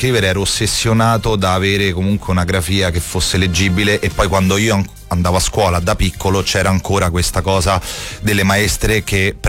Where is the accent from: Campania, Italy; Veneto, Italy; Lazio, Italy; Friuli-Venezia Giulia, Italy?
Lazio, Italy; Rome; perché io sono di Piazza Adriana, sono cresciuto lì